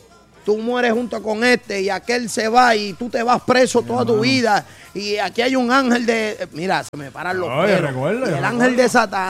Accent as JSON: {"language": "Spanish", "town": "Moca", "country": "Puerto Rico", "tie": "born or raised there", "said": "gracias a Dios me crié en Moca y no en Parque Ecuestre"}